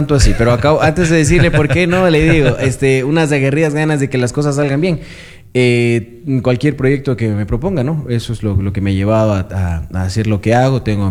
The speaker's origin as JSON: {"language": "Spanish", "region": "Loja", "country": "Ecuador", "tie": "born or raised there", "said": "si bien nací en Loja y soy lojano de toda la vida y vivo aquí, mi madre es española."}